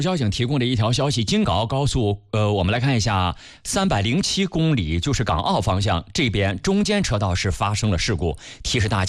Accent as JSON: {"language": "Chinese", "town": "Dingzhou", "region": "Hebei", "country": "China", "said": "无疑就是我定州老乡了"}